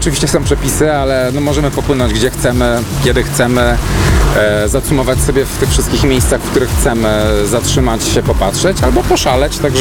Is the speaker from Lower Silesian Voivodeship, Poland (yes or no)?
yes; Wrocław, Lower Silesian Voivodeship, Poland; Ja jestem urodzonym wrocławianinem, ale niektóre miejsca, jak zobaczyłem z wody, to byłem zaskoczony, że jestem w tym miejscu